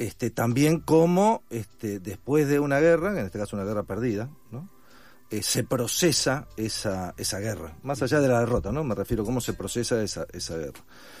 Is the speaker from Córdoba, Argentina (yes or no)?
no; Buenos Aires, Argentina; yo soy de Caballito